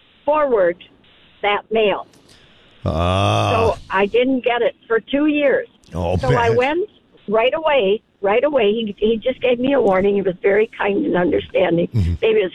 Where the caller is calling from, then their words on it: Davenport, United States; Hi. I'm from Davenport.